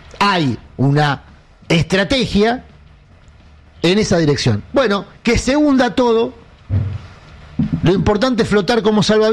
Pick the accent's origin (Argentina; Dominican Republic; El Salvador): Argentina